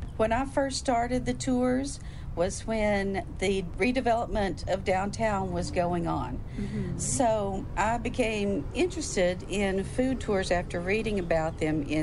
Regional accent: Greeneville, Tennessee, United States; now in Knoxville, United States; I grew up in Greenville, Tennessee, Greene County. That's very near here. It's only about an hour and a half northeast of Knoxville. And I lived on a farm growing up.

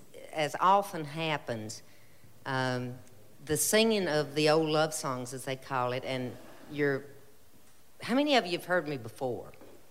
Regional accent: Greeneville, Tennessee, United States; born there; I was born in Greenville, Tennessee at the Tacoma Medical Center

